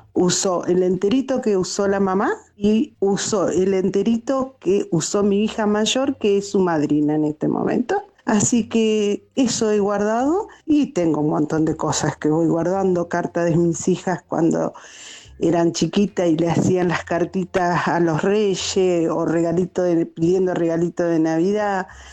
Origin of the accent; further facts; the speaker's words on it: Almagro, Buenos Aires, Argentina; Muchas gracias … soy de Almagro.